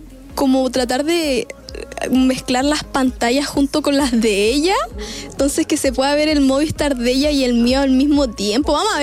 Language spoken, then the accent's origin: Spanish; Chile; yo soy chilena